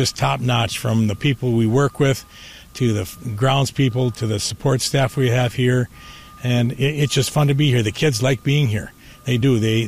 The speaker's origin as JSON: {"language": "English", "town": "North St. Paul", "region": "Minnesota", "country": "United States", "tie": "born or raised there", "said": "I grew up in North St. Paul. I attended Hill Murray High School and graduated from Hill Murray High School."}